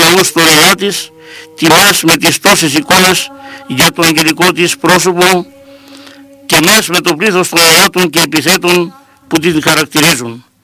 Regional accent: Greece

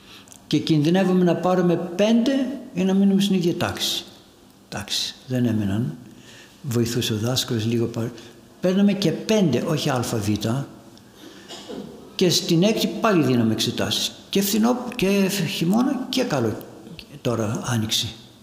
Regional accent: Larisa, Thessaly, Greece; born there; Εγώ γεννήθηκα στη Λάρισα, πάω στρατιώτης στον Εύρο, γνωρίζω μια κοπέλα, την παντρεύουμε.

